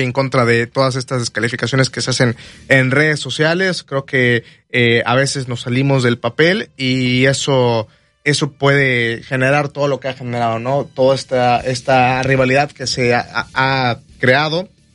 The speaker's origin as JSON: {"language": "Spanish", "country": "Mexico", "said": "nosotros como aficionados mexicanos"}